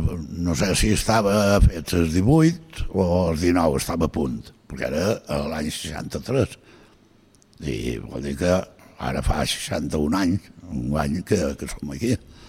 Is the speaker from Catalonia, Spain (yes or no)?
no; Galicia, Spain; moved away as an adult; now in Mallorca, Spain; jo la mà la vaig veure per primera vegada quan vaig venir aquí, perquè jo som del centre de Galícia. I clar, no teníem mar